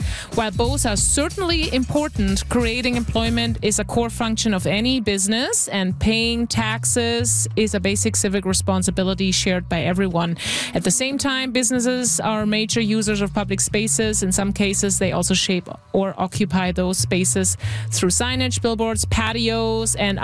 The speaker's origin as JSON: {"language": "English", "country": "Germany", "moved": "yes", "lives_now": "Saskatchewan, Canada", "said": "when I was moving from Germany to Saskatchewan, I noticed familiar place names didn't sound familiar."}